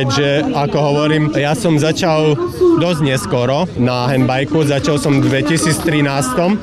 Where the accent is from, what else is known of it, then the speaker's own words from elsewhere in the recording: Vranov nad Topľou District, Prešov Region, Slovakia; keďže som z Vranovského okresu